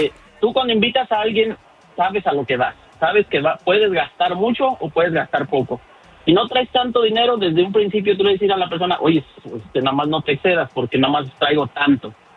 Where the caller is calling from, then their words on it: Mexico; yo como mexicano